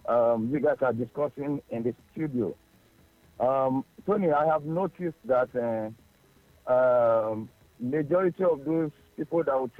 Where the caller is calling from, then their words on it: Lagos, Nigeria; I'm calling from Ikoyi right now.